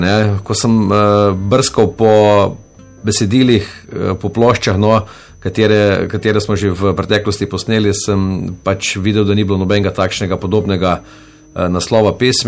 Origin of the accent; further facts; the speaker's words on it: White Carniola, Slovenia; Prihajam iz Bele krajine, kot tudi vsi ostali člani.